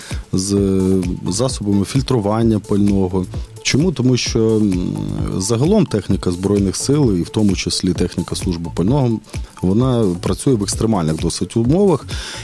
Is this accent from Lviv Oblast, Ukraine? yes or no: no; Ivano-Frankivsk, Ivano-Frankivsk Oblast, Ukraine; Я теж з Франківська.